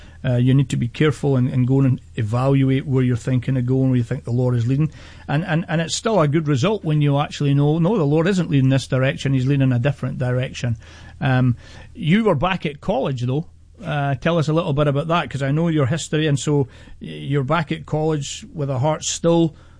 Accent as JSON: {"language": "English", "region": "Scotland", "country": "United Kingdom", "moved": "as an adult", "lives_now": "United States", "said": "as a Scotsman. I just came to America to pastor a church"}